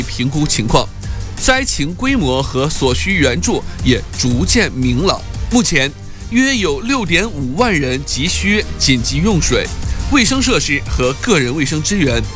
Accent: Australia; 其中就包括了43名咱们澳洲人

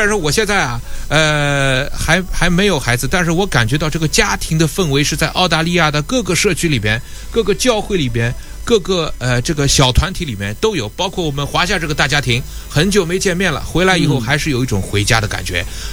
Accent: Shanghai, China; now in Melbourne, Australia; 因为我是上海的

